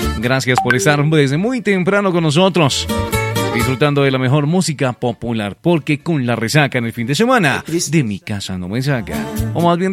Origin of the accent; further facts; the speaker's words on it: El Rosario, Nariño, Colombia; now in Bogotá, Colombia; estando acá, ahora sí extraño mi tierra, qué rico un frito rosareño. Si estuviera ahí en el Rosario